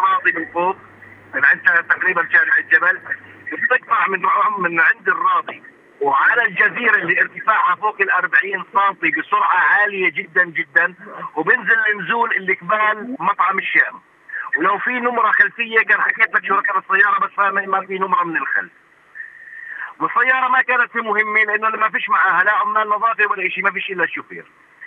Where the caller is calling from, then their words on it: Bethlehem, West Bank, Palestine; انا مواطن من بيت لحم،